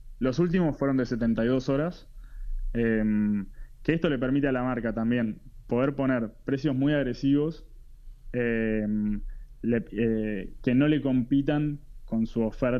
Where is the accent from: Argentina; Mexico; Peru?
Argentina; Buenos Aires; somos de Buenos